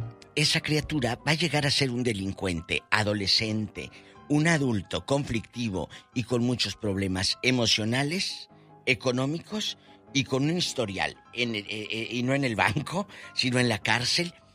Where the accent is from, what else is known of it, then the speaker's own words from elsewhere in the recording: northern Mexico, Mexico; los norteños que hacemos nosotros